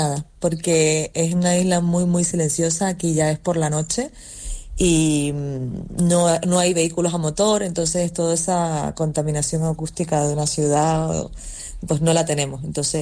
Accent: Santa Cruz, Canary Islands, Spain; moved away as an adult; now in Gili Air, Indonesia; yo soy de Santa Cruz y tú sabes que las cuestas no son muy amigas del tema

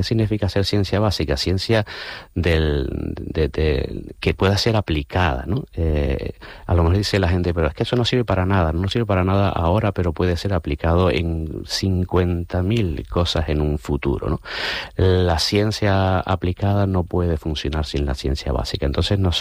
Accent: Canary Islands, Spain; moved away as an adult; now in Madrid, Spain; podemos sentirnos orgullosos como canarios y como españoles

